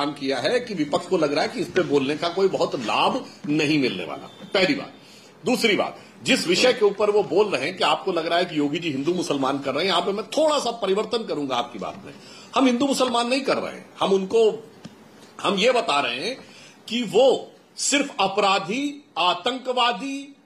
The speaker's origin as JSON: {"language": "Hindi", "region": "Uttar Pradesh", "country": "India", "said": "हम लोग उत्तर प्रदेश के रहने वाले हैं।"}